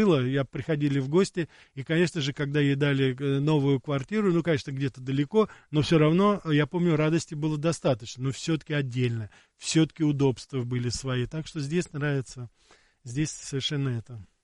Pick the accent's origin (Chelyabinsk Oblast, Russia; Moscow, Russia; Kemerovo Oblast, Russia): Moscow, Russia; мое детство прошло, допустим, в Сокольниках ранее было, около фабрики Бабаева.